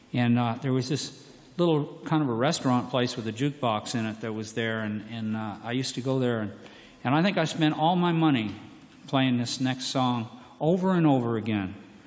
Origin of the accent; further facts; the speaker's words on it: Winnipeg, Manitoba, Canada; when I was just a kid, 16 years or 17 years old, I went to this place near Winnipeg where I grew up, and it's called Falcon Lake.